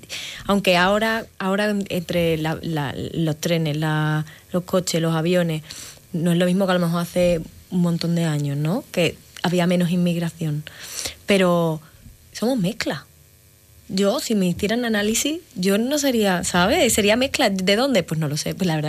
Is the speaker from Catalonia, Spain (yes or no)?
yes; Rubí, Catalonia, Spain; porque somos de Rubí